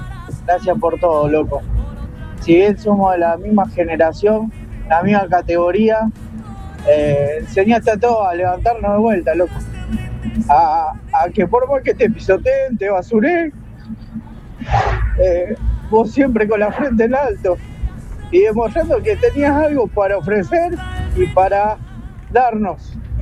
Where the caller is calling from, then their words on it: Argentina; somos argentinos, y qué hermoso que es ser argentino, loco.